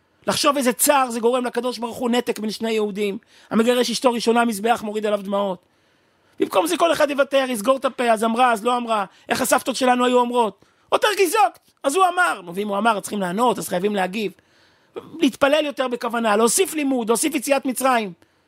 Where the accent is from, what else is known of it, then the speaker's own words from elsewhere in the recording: Kfar Chabad, Central District, Israel; אני גדלתי בבית הכנסת המרכזי, בכפר חבד